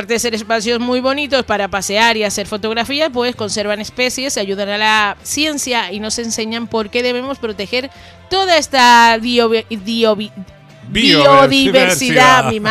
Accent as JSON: {"language": "Spanish", "region": "Canary Islands", "country": "Spain"}